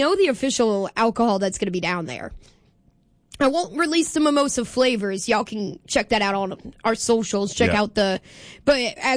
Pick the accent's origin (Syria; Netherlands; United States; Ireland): Ireland; But, I'm Irish. I need the Guinness.